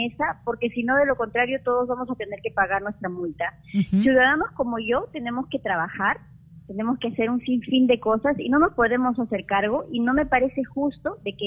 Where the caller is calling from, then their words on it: Lima, Peru; Estoy llamando desde La Molina, desde el Colegio Lizón.